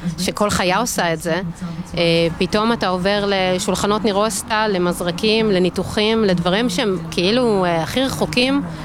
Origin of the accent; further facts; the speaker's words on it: Mitzpe Amuka, Northern District, Israel; אני גדלתי כאן 2 מטר מפה במצפה עמוקה. אני בעצם מהגליל, והגליל מבחינתי זה בית. אין בית אחר בעולם חוץ מהגליל העליון, וזה נוף ילדותי